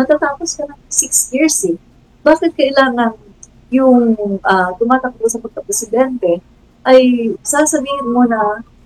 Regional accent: Mindanao, Philippines; moved away; Ayun, hindi namin alam sino yung Duterte, pero taga Mindanao kami ah. Nag-migrate na lang.

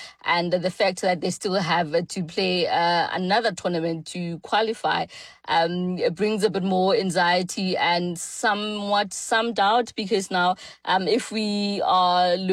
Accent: South Africa; as a South African.

